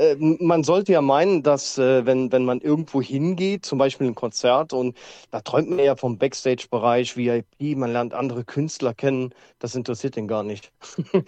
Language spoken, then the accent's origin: German; Saarburg, Rhineland-Palatinate, Germany; ich komme aus dem Raum Saarburg. Das ist in der Nähe von Trier, Grenze Luxemburg-Frankreich, wenn es einer kennt.